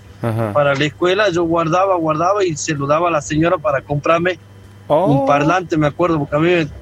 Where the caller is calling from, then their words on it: San Salvador de Jujuy, Jujuy, Argentina; de San Pedrito.